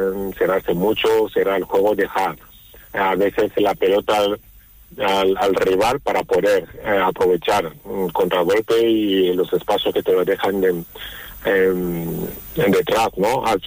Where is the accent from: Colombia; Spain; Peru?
Spain; Málaga, Andalusia; como malagueño y malaguista